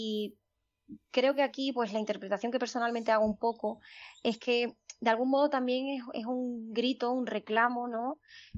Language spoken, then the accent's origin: Spanish; Spain; De aquí somos españoles, somos una ciudad española como cualquier otra